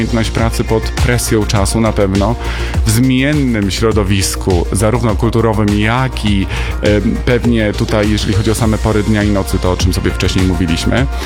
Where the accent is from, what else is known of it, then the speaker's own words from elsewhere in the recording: Nowy Sącz, Lesser Poland, Poland; I ja powiedziałem, że faktycznie urodziłem się w Nowym Sączu i to jest moje rodzinne miasto, do którego zawsze z sentymentem wracam.